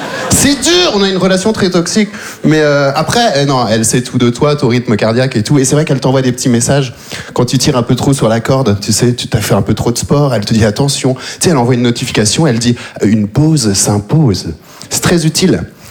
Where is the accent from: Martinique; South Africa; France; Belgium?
Belgium; born or raised there